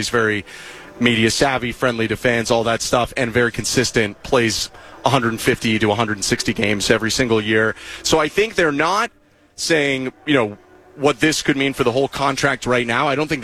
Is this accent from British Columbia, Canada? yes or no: no; Toronto, Ontario, Canada; I grew up in the suburbs, just north of Toronto.